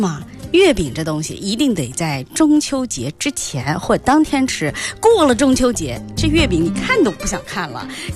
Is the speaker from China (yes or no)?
yes; China; 而我们中国人是最会啊